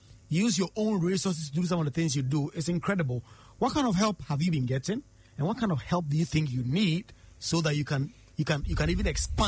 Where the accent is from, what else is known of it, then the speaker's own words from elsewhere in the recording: Nangese, Eastern Region, Ghana; I grew up in Nangese. It's a community around Suhum and Koforidua. In fact, it's in the middle of Suhum and Koforidua.